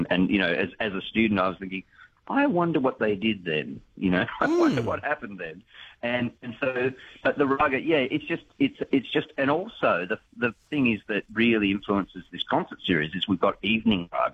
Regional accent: Grenfell, New South Wales, Australia; now in Bathurst, Australia; I grew up on a sheep farm west of Grenfell. So I was born in Grenfell

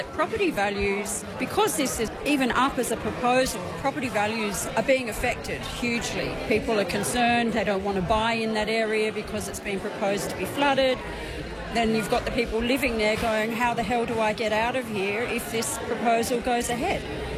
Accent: Nimbin, New South Wales, Australia; I'm from Nimbin. I work for the real estate agency. I live just outside of Nimbin and I work in Nimbin.

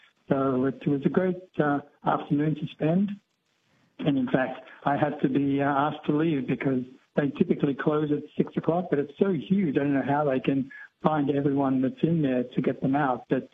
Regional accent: Australia; moved away as an adult; also born or lived in Boston, United States; now in New York City, United States; As being an Aussie, the first step for me to move to this country, I came here actually when I was 19 as an architecture student and fell in love with New York.

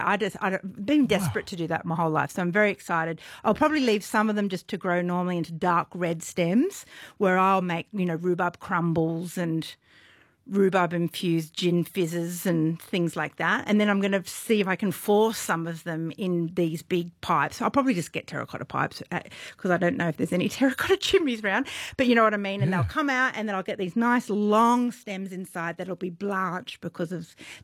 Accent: Scotland, United Kingdom; moved away; also born or lived in England; I'm Scottish.

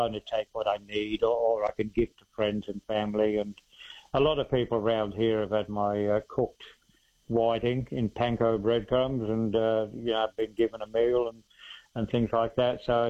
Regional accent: New South Wales, Australia; We grew up in the Illawarra, and I done all my fishing there.

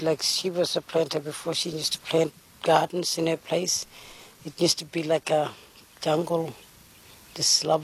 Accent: Tennant Creek, Northern Territory, Australia; I'm a local from Tennant Creek. I've lived all my life here. I'm a Warramunga lady.

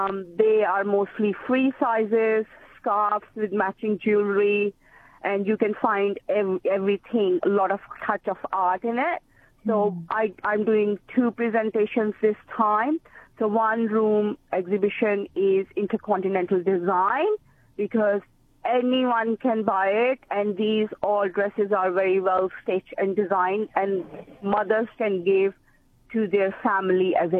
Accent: Pakistan; I'm from Pakistan.

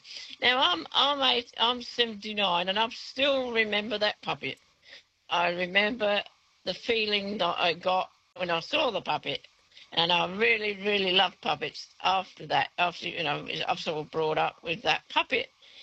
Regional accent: England, United Kingdom; I'm from England, and when I was a child, there was this puppet, and it was called Sooty.

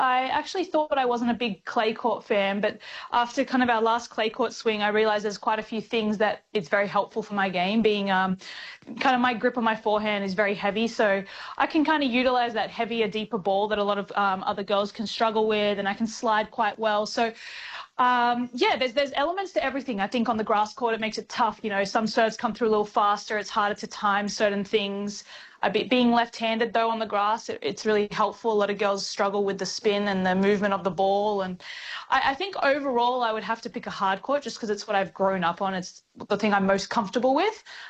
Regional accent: Australia; As an Australian, it's not too hot, that's for sure.

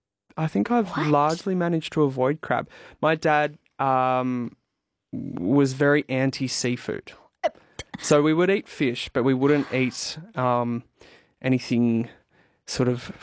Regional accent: Victoria, Australia; Country Victoria, Gippsland.

